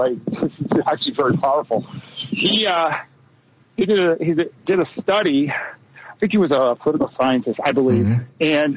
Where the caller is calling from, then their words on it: Littleton, Colorado, United States; Actually, in Littleton, I said Denver, but whenever I say Littleton, I'll just say Denver.